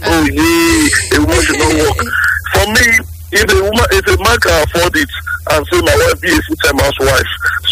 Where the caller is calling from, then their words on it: Benin; I'm calling from Benin, from Adoawa.